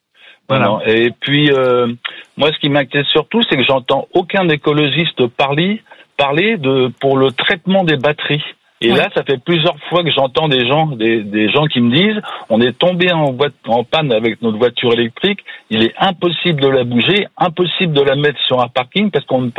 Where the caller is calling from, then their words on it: Gorges, Pays de la Loire, France; Alors, j'habite à Gorges.